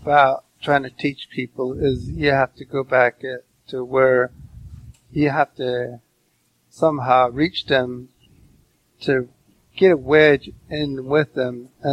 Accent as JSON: {"language": "English", "town": "Navajo Nation", "country": "United States", "said": "Yes, I'm originally from Navajo Nation."}